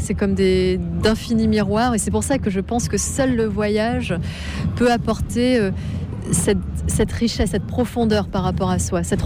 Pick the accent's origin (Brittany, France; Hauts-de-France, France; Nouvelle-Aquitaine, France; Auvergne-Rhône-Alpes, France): Hauts-de-France, France; born there; Il l'a ramenée en France. Je suis née en Picardie. C'est très exotique.